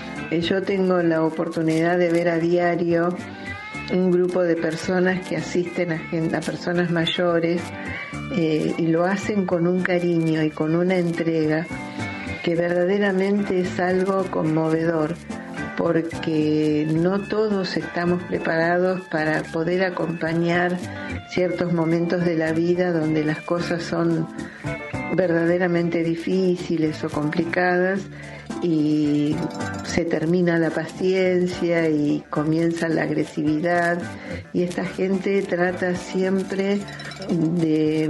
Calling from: Buenos Aires, Argentina; de Devoto.

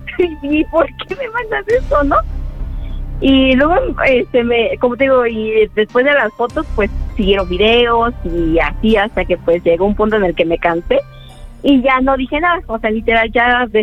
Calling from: Nezahualcóyotl, State of Mexico, Mexico

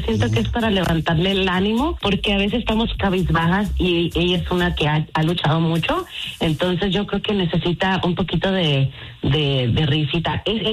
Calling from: Santa Maria, California, United States; Santa María, California.

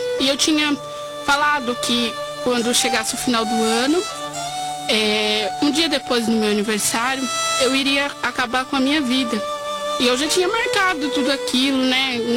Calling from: Terra Preta, Brazil; eu sou da cidade de Terra Preta.

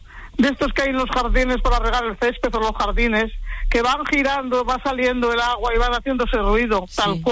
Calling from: Salamanca, Castile and León, Spain; Llamo desde Salamanca

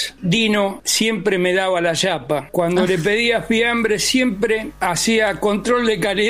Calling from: Buenos Aires, Argentina; de Constitución.

